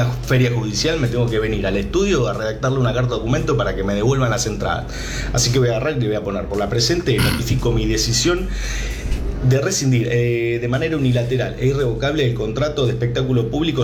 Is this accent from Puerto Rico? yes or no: no; Argentina